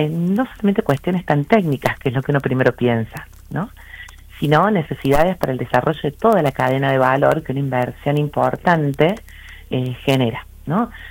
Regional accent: Argentina

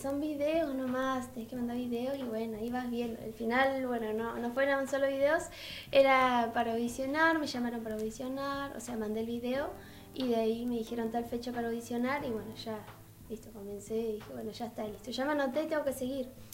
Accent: Río Gallegos, Santa Cruz, Argentina; tengo 17 años, soy de acá de Río Gallegos, Santa Cruz.

